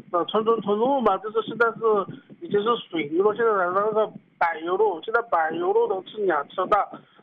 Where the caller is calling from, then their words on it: Yiyang, Hunan, China; 我是益阳桃的嵩山的